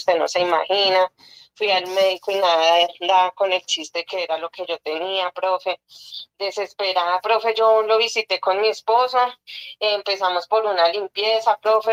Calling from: Soracá, Boyacá, Colombia; acá de Soracá, Boyacá.

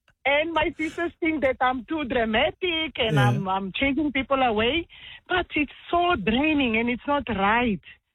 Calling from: Pretoria, Gauteng, South Africa; I'm calling from Pretoria.

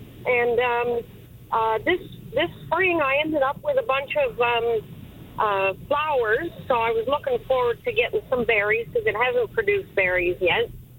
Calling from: Waterford, New Brunswick, Canada; I'm calling from the Waterford area.

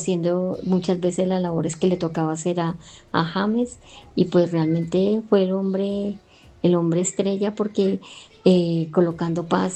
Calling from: Soacha, Cundinamarca, Colombia; Desde acá les hablo desde Soacha, San Mateo.

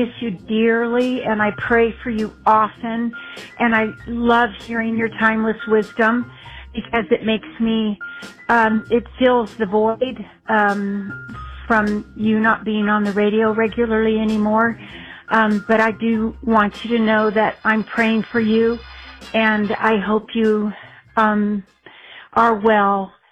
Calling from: Fort Worth, Texas, United States; Hi, Dennis. I am from Fort Worth, Texas, and I've listened to you for decades.

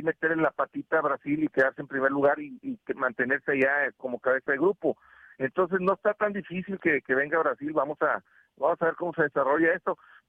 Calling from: Mexico; Somos mexicanos

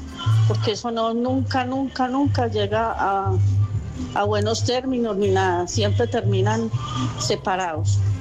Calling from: Bello, Antioquia, Colombia; de Bello.

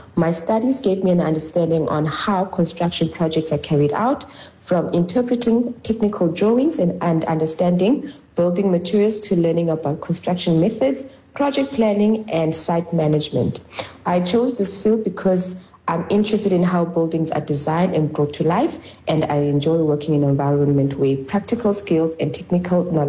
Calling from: Matatiele, Eastern Cape, South Africa; I am from Matatele in the Eastern Cape.

